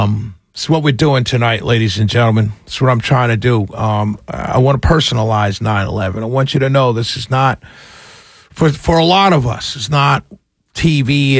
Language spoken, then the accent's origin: English; New York, United States; And because I'm from New York and because I knew people who died in the towers